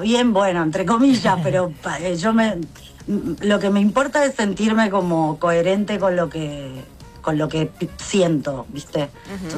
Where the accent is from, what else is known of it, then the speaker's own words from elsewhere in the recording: Guaymallén, Mendoza, Argentina; moved away as an adult; now in Buenos Aires, Argentina; Aparte yo vengo de Guaymallén, Mendoza, uh-huh. que es un lugar que ahora es otra cosa, pero en esa época, cuando yo era chica